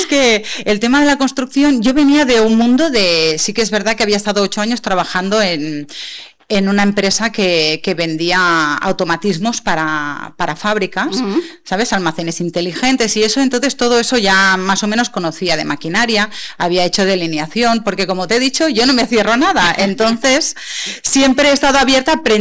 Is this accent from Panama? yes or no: no; Barcelona, Catalonia, Spain; moved away; porque yo vine de Barcelona, y entonces, claro, encontrar trabajo aquí tampoco no fue una cosa fácil